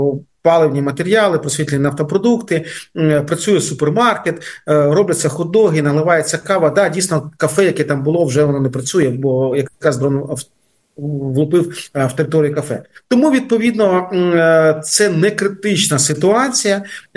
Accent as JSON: {"language": "Ukrainian", "region": "Kharkiv Oblast", "country": "Ukraine", "tie": "born or raised there", "also_born_or_lived": "Kupiansk", "said": "в місті Харкові, в моєму рідному Харкові."}